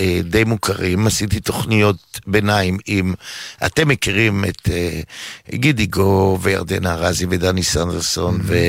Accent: Givatayim, Tel Aviv District, Israel; משם לגבעתיים, ההורים שלי קיבלו בית לעובדי עיריית תל אביב, לצעירים, אבל אני גדלתי, אני מין סלט ניסואז כזה, גדלתי בגבעתיים

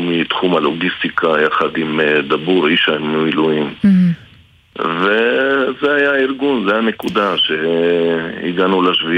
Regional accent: Kiryat Shmona, Northern District, Israel; moved away as an adult; now in Nahariya, Israel; אני יליד קריית שמונה, אמנם אני היום גר בנעריה

